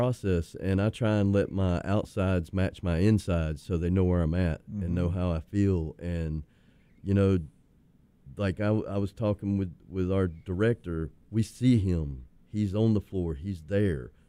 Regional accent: North Carolina, United States; Well, I'm a what you call from the Far East. I'm from the Appalachian Mountains of North Carolina, but I've

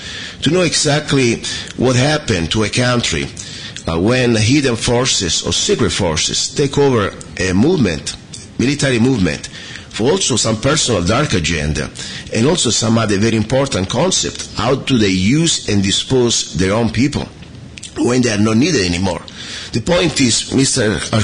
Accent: Italy; moved away as an adult; now in United States; I'm from Italy, as you know. I came to America about 19 years ago. And I grew up in Italy.

